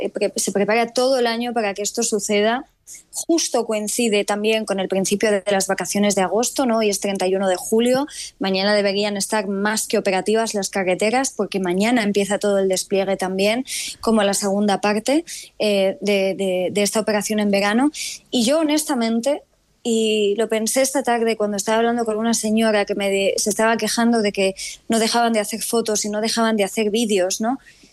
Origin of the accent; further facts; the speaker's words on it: Morocco; Spanish is a second language; now in Spain; Los que vivimos en España y somos marroquíes, seguimos atravesando calamidades en materia de extranjería para poder tener las cosas más básicas a muchos niveles.